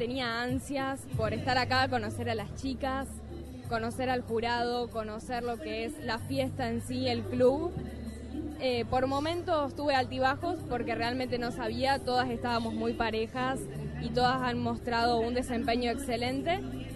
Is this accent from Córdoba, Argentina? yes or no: yes; Justiniano Posse, Córdoba, Argentina; tengo 17 años y vengo de Justiniano Pose, Córdoba.